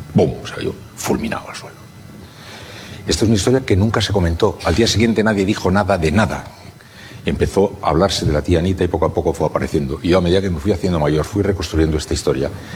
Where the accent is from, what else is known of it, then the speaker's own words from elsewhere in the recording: Basque Country, Spain; en mi familia, somos vascos